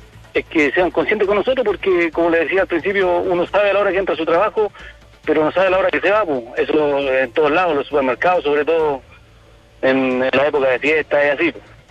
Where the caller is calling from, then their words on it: Mulchén, Biobío, Chile; por lo menos yo vengo de Mulchen